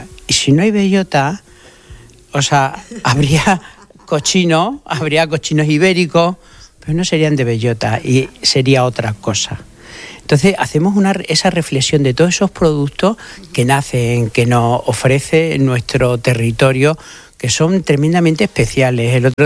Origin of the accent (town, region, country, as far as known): Extremadura, Spain